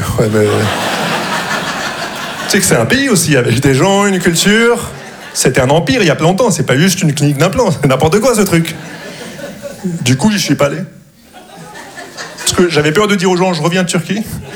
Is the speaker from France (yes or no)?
no; Casablanca, Casablanca-Settat, Morocco; Parce que moi … j'ai grandi au Maroc, mais on dirait que ma voix est doublée par un gars qui s'appelle Maximilien.